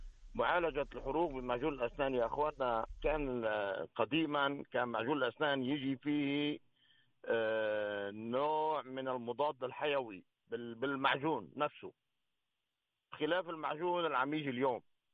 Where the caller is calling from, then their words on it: Lebanon; أنا لبناني.